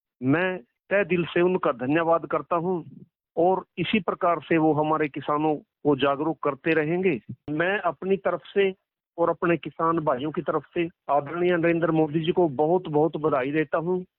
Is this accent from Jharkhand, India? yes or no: no; Sambli, Haryana, India; District Karnal, गांव सांबली का रहने वाला हूं और 40 सालों से जो है कृषि कार्य से जुड़ा हुआ हूं।